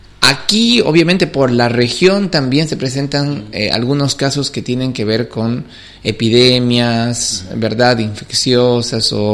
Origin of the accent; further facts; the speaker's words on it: Camargo, Chuquisaca, Bolivia; now in Trinidad, Bolivia; Soy de Chuquisaca, Camargo, que es una provincia que está cerca de Tarija. Así que la cultura de Camargo es un poco más tarijeña.